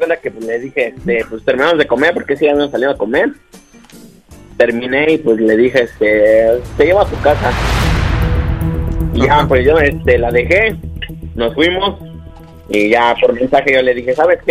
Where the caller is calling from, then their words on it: Mexico City, Mexico; Tengo 20 años y aquí estoy de la Ciudad de México.